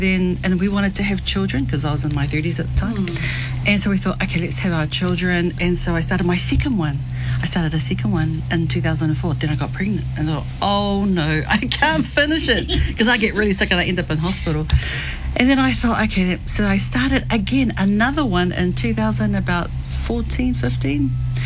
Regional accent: Auckland, New Zealand; But I was brought up in Auckland, in Mangere, South Auckland.

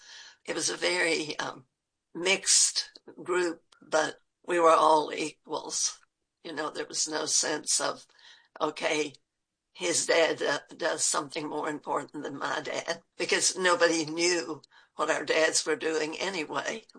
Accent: Kentucky, United States; also born or lived in West Virginia; now in Tennessee, United States; I was born in West Virginia, born in Granttown. My family moved back to southeastern Kentucky when I guess I was 5 or 6 months old. So I really have no memories of West Virginia.

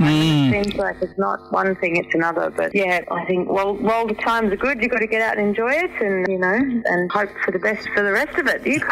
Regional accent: Wamboin, New South Wales, Australia; And then I moved out to Womboyne. And so I grew up in Womboyne and worked in Bungendore supermarket, the old supermarket that used to be there.

